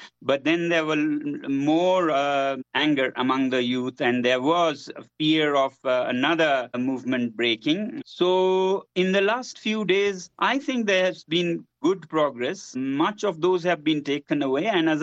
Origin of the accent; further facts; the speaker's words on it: Ladakh, India; Normally, because I come from Ladakh, where there were protests and there were 4 people killed